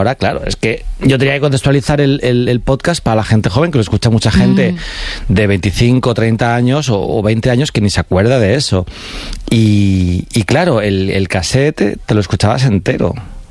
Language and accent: Spanish; Alcorcón, Community of Madrid, Spain; cuando decían, ¿tú de dónde eres? Yo decía, Alcorcón, la gente era como... ¿Sabes? En plan, como que les parecía gracioso ser de Alcorcón. Y yo, ¿qué pasa? En plan, para mí ser de Alcorcón era normal.